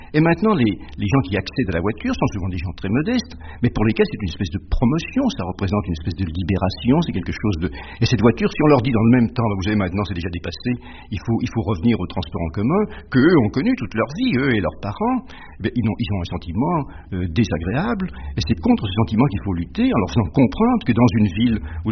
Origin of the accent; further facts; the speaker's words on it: France; Vous savez, nous sommes français, un peu latin, un peu gaulois.